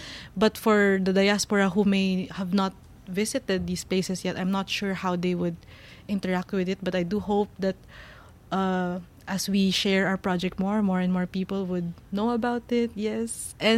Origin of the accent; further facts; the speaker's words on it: Philippines; Living in the Philippines, growing up in the Philippines, it is a very different playing field when it comes to navigating our politics and our history.